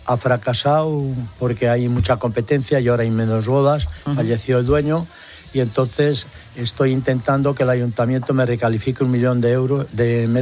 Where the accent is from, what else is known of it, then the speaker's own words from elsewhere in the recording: Aranda de Duero, Castile and León, Spain; En mi pueblo, en Aranda de Duero